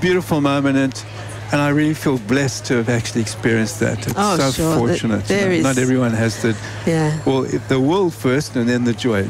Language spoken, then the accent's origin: English; South Africa; And I'm from Africa, but not that part of Africa. I'm from South Africa.